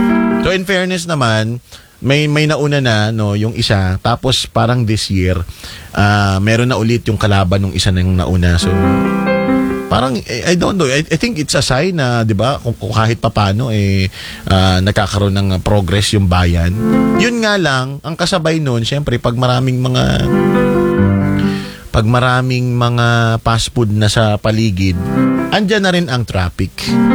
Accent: Lopez, Calabarzon, Philippines; moved away as an adult; now in Manila, Philippines; proud ako na doon ako galing kasi hindi, alam ko din pag ibibida ko doon sa inyo, doon sa amin sa Lopez Quezon.

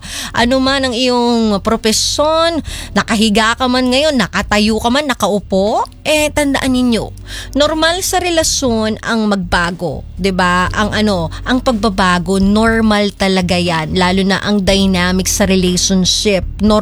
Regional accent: Bicol Region, Philippines; now in Batangas, Philippines; Pa-shoutout po kami dito sa Tolo, Batangas. Taga Bicol po ako. Nandito po ako para magtrabaho.

